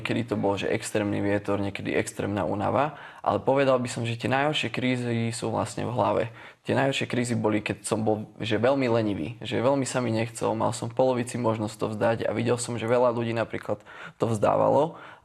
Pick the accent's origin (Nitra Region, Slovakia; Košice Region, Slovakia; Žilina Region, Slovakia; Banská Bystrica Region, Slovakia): Žilina Region, Slovakia; Čadca; ja pochádzam z Kysúc a v Čadci vlastne máme takú street workoutovú komunitu